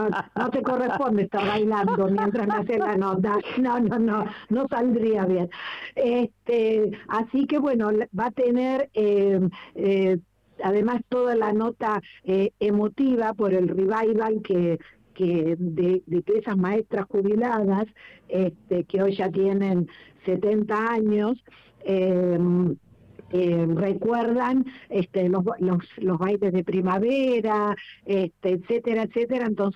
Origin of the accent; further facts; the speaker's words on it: Buenos Aires, Argentina; yo soy de Mataderos, nací en Mataderos, viví 21 años en Mataderos